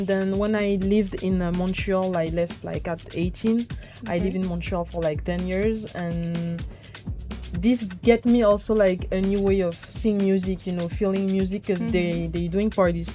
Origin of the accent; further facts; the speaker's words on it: Guadeloupe; moved away; I was born in Guadeloupe. It's in the Caribbean, but we are French. Mm-hmm. So it's like there is two French islands, Martinique and Guadeloupe. Mm-hmm. And me, I'm from Guadeloupe. So, you know, I really like grew up in a mixed culture already